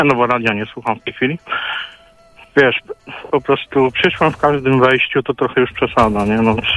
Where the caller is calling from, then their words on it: Jastrzębie-Zdrój, Silesian Voivodeship, Poland; z Południowego Parku dzwonię.